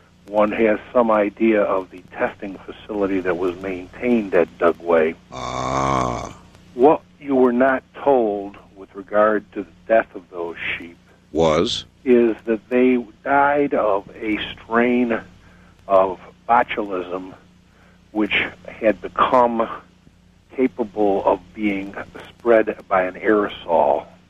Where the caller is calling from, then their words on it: St. Catharines, Ontario, Canada; I am in St. Catharines, though I will not be here long.